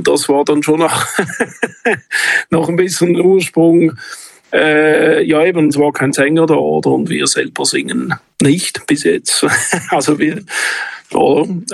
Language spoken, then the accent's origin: German; Zurich, Switzerland; ich bin aus Zürich, ich wohne aber auch in den Bergen.